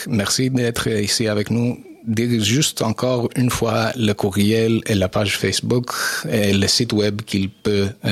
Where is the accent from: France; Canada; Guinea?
Canada; Montreal, Quebec; born there; moi je suis né ici à Montréal, mais mes parents were born in Greece